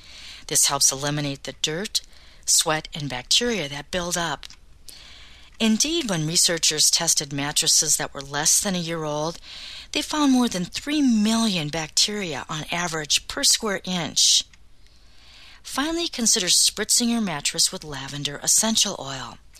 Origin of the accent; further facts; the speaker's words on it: Bronx, New York, United States; I love me a hoop earring. Growing up in the Bronx, they had these things called door knockers.